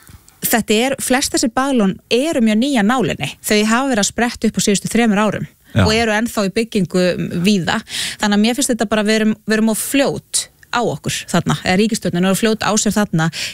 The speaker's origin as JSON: {"language": "Icelandic", "town": "Flúðir", "region": "Southern Region", "country": "Iceland", "tie": "born or raised there"}